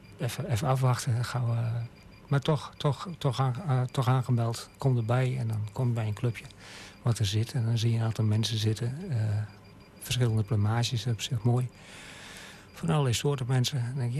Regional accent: Heerde, Gelderland, Netherlands; geboren en getogen in Heerde, 59 jaar geleden.

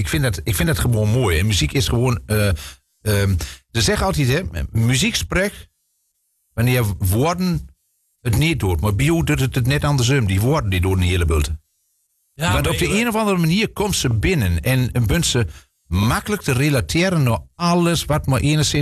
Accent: Aalten, Gelderland, Netherlands; ik kom uit Aalten

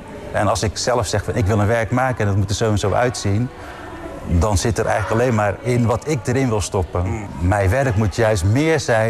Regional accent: Vlaardingen, South Holland, Netherlands; Ik als kunstenaar ben wel Vlaardinger

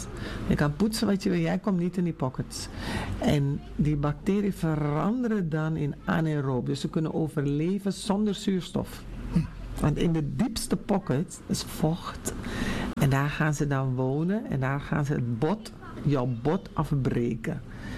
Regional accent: Suriname; now in Amsterdam, Netherlands; Ik ben zelf Surinamer. Ik woon zelf in de Bijlmer. Ik werk in de Bijlmer.

